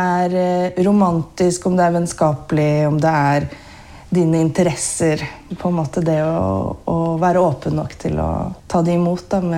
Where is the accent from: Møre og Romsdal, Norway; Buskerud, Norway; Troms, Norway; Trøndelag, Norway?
Buskerud, Norway; Geilo; Ja, jeg kommer fra Hallingdal, da. Jeg kommer fra Geilo, men det hører man ikke så godt heller. Men oppvokst på Geilo, men familien er fra Vestlandet, da.